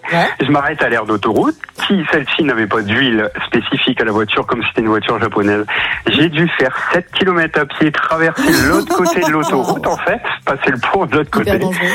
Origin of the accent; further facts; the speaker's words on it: the north of France, France; accent: northern; je suis du Nord, mon accent doit s'entendre.